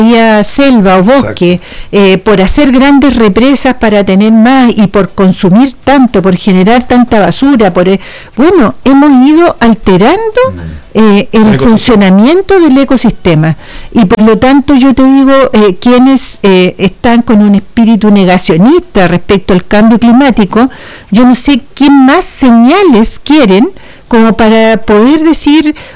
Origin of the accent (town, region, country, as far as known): Chile